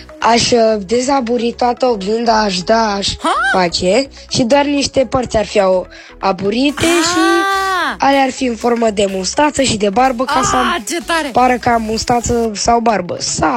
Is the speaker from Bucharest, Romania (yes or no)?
yes; Bucharest, Romania; Bună, DJ Dodi … din București și am 10 ani